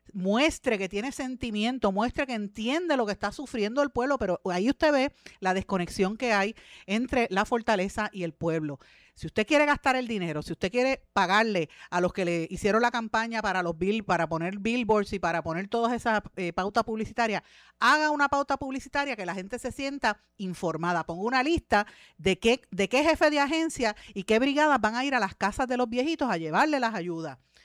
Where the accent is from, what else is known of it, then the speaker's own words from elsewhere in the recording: Guaynabo, Puerto Rico; El alcalde de mi pueblo de Guaynabo, Eduardo O'Neill